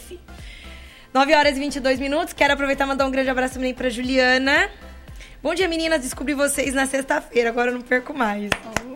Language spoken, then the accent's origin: Portuguese; Brazil; Nós somos brasileiros e palmeirenses.